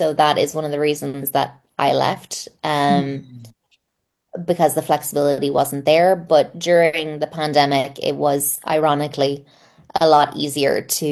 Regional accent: Ireland; as an Irish person

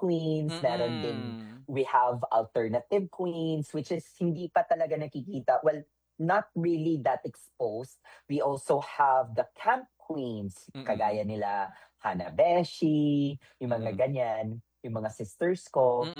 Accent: Cebu City, Central Visayas, Philippines; Now, sa Visaya, specifically here in Cebu, it's really a big part yung Visaya culture namin, specifically in yung sa humor namin, yung language

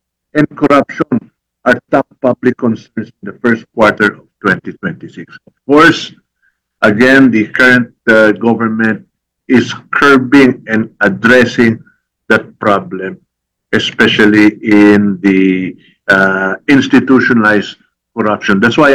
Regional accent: Cagayan Valley, Philippines; doon po sa amin sa Cagayan, paborito pong daanan ng bagyo yun.

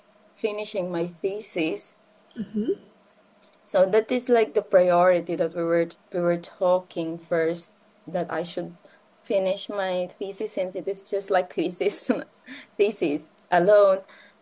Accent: Philippines; first language Filipino; English is a second language; When I am child, I already learn easily my mother tongue, of course, because it's Filipino. I grow with the Filipino people, like Filipino family who speaks Filipino. And like at this moment, once I move in the Netherlands, I have to learn their language

